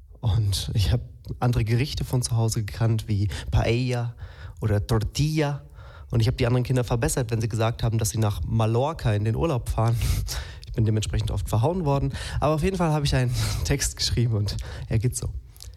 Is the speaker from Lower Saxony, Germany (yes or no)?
no; Warstein, North Rhine-Westphalia, Germany; also born or lived in Hamburg; now in Vienna, Austria; Ich bin auch gar nicht im Norden geboren, auch nicht in Wien, sondern in Warstein.